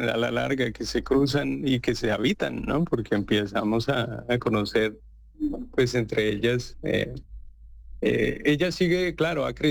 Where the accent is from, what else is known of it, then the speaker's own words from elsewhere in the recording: Bogotá, Colombia; Yo soy bogotano, sí.